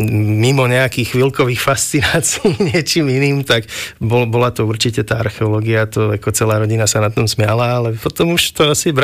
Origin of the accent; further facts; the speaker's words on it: Martin, Žilina Region, Slovakia; now in Trnava, Slovakia; Som rodinný Martinčan, takže tu na v Trnave som tak trošku ďaleko od domova. Vyrastol som teda v Martine, v krásnom meste medzi horami.